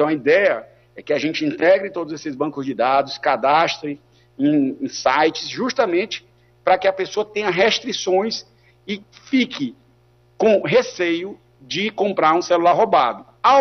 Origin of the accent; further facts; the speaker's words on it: Piauí, Brazil; no estado de onde vim, no Piauí